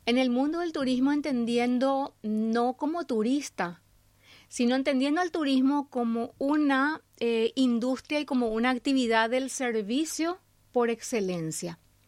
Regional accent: Asunción, Paraguay; yo como paraguaya, como asuncena

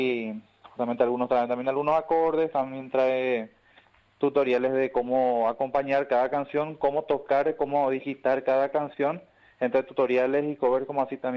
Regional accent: Natalio, Itapúa, Paraguay; yo particularmente soy de Natalio, departamento

